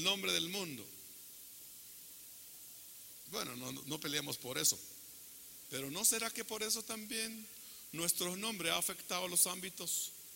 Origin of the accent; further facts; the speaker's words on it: Guatemala; somos guatemaltecos, chaparrito, así como yo que apenas sobrepaso el púlpito.